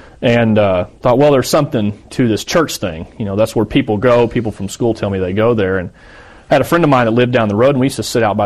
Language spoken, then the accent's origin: English; Arkansas, United States; I grew up in Northwest Arkansas.